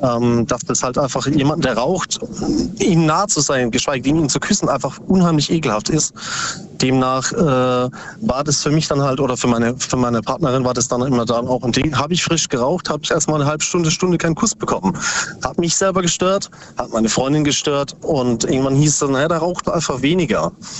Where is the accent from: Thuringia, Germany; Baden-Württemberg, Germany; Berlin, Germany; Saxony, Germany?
Baden-Württemberg, Germany; Bruchsal; Aus Substadt Weiher, nee, Bruchsal.